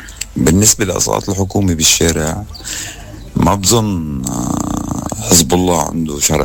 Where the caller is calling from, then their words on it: Nabatieh, Nabatieh Governorate, Lebanon; من النبطية.